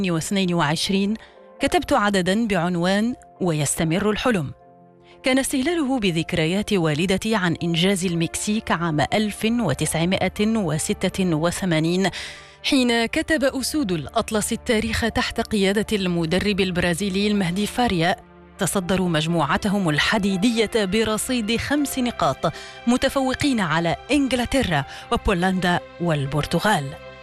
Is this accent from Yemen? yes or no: no; Morocco